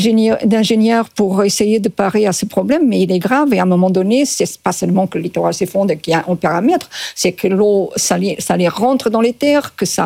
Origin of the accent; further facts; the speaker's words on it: Portugal; Moi, je suis portugaise à 100%.